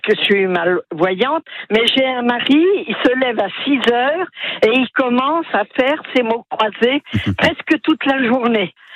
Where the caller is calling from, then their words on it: Pays de la Loire, France; De la Sarthe, oui, entre, Château du Loir et Le Mans